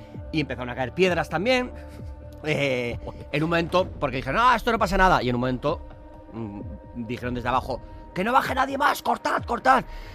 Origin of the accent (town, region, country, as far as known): San Sebastián, Basque Country, Spain